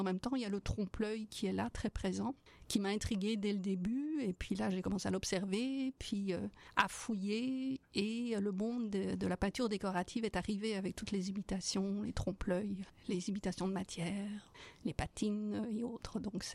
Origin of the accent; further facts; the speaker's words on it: Belgium; mais j'étais en liste d'attente en tant que Belge.